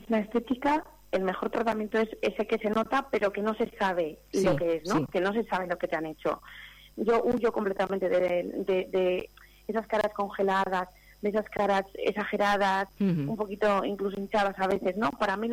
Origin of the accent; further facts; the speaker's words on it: Llodio, Basque Country, Spain; Yo soy del Audio de toda la vida, aquí está mi familia, aquí están todos mis amigos, aquí está mi gente.